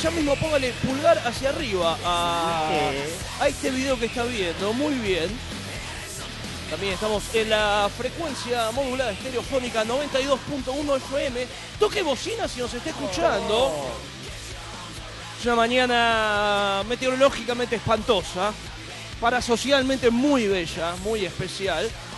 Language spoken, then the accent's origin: Spanish; Argentina